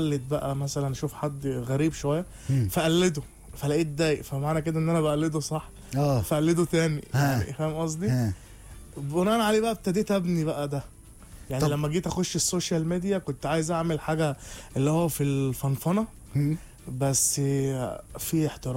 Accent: Cairo, Cairo Governorate, Egypt; moved away as an adult; now in Maadi, Cairo, Egypt; انا اصلا من البستين.

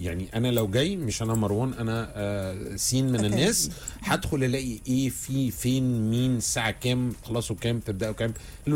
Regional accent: Egypt; كلنا كمصريين يا رب في أحسن حال.

